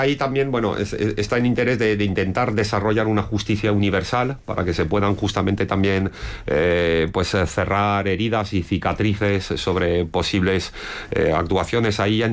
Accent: France; yo se lo digo como francés, ejerzo en varios países

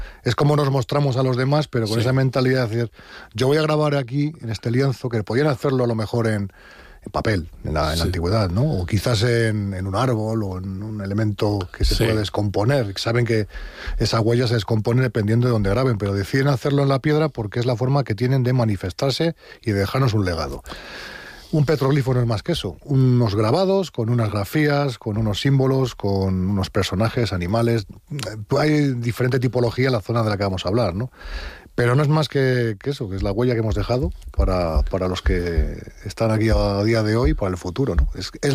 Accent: Navas de Oro, Castile and León, Spain; Yo soy de Navas de Oro, vivo en Navas de Oro, es el pueblo de mis abuelos, de mi madre

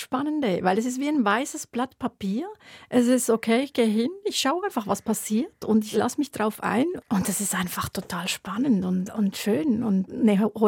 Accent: Switzerland; Bei uns als Schweizerin, genau.

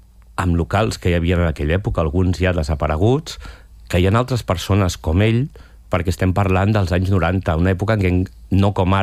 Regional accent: Sant Pau de Segúries, Catalonia, Spain; moved away as an adult; now in Barcelona, Spain; Jo sóc de poble, sóc de Sant Pau de Segúries. Vaig venir a Barcelona a estudiar i em vaig quedar a treballar i m'hi he quedat a viure.

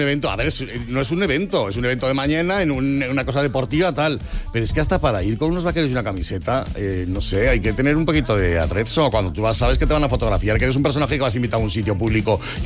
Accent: Madrid, Community of Madrid, Spain; Yo soy madrileño, pero soy de madre aragonesa.

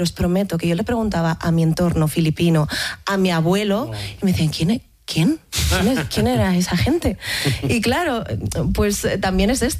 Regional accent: Barcelona, Catalonia, Spain; now in Madrid, Spain; Yo nací en Barcelona, o sea, soy súper catalana, aunque muchos no quieran aceptarlo, pero llevo 14 años en Madrid, entonces tengo un popurrí de acentos

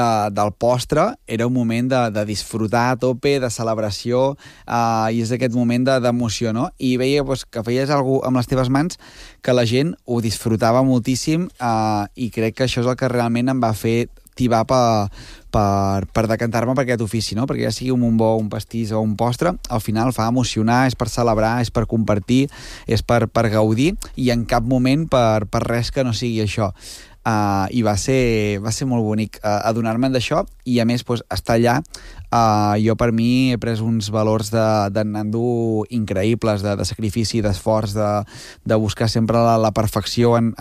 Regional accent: Santa Eulàlia de Riuprimer, Catalonia, Spain; jo soc de l'altra banda d'Osona. Soc de Santa Eulàlia, Riu Primer

